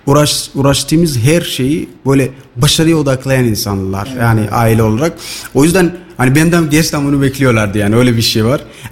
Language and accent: Turkish; Somalia; Turkish is a second language; moved away as an adult; now in Turkey